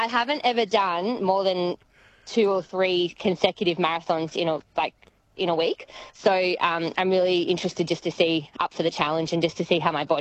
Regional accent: Sydney, New South Wales, Australia; And I'm from Sydney, I've come here to start the marathons

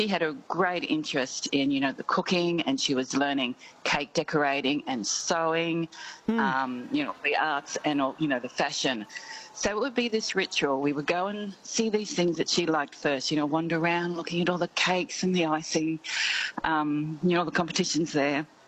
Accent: Corinda, Queensland, Australia; I grew up in Corinda in the 60s.

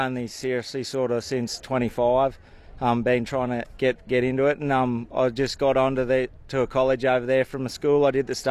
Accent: Inverell, New South Wales, Australia; I'm from Inverell, New South Wales.

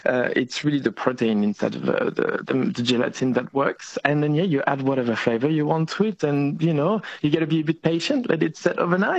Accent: France; Probably as a kid, you know, growing up in France, you kind of have to love hot chocolates, don't you?

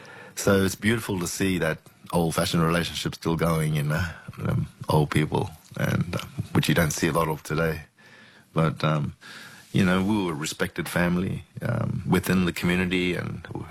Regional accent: Kuranda, Queensland, Australia; I was just so inspired by, you know, growing up in Kuranda, you know, because we were surrounded by talent, you know, in Kuranda.

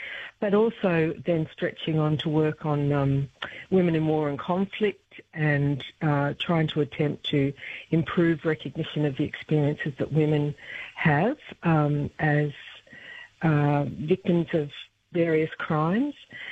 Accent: Armidale, New South Wales, Australia; growing up in Armidale in a family that, you know, cared a lot about social justice and went to a school, O'Connor, that, you know, was very focused on social justice issues.

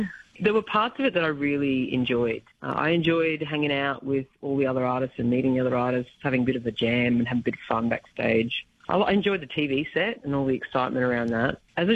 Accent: Queensland, Australia; I grew up in North Queensland, and I grew up in a church setting.

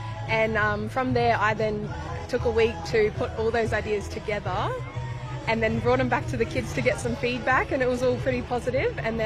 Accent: Northern Territory, Australia; Yeah, I'm from Mbanta, born and raised. I'm a proud Orinda, Majida, Kadage and Walpiri woman.

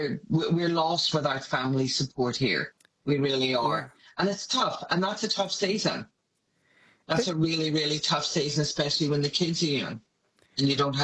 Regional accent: Northern Ireland, United Kingdom; now in Australia; Maybe I grew up in Northern Ireland

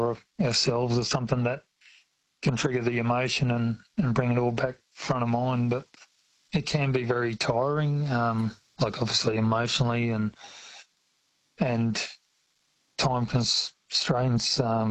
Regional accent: Australia

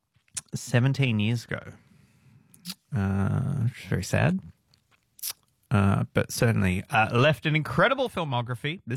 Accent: Melbourne, Victoria, Australia; moved away; I'm actually from Melbourne.

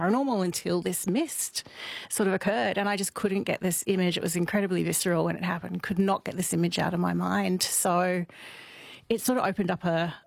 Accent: Edinburgh, Scotland, United Kingdom; So I grew up in Edinburgh, which I consider the centre of the ghost world. So my childhood was full of, dark alley.

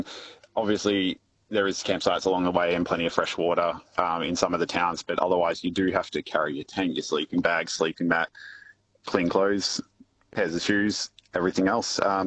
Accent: Victoria, Australia; now in Melbourne, Australia; I grew up in Gippsland. I was born in Orbost, lived in Lindenau. I'm in Melbourne now

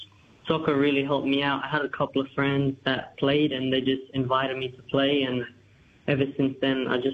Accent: Iraq; now in Australia; Probably Australia and my home country, Iraq.

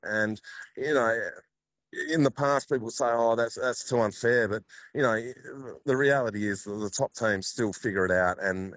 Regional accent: Fremantle, Western Australia, Australia; I grew up racing here in Fremantle and, you know, on the Swan River. And, you know, we're so lucky in Perth and Fremantle, the conditions we have.

